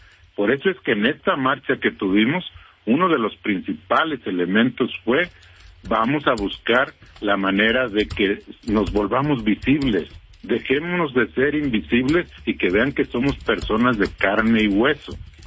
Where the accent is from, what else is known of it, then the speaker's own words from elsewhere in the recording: Mexico; pero como mexicanos, como afectados en este caso, nosotros sí lo vamos a estar promoviendo.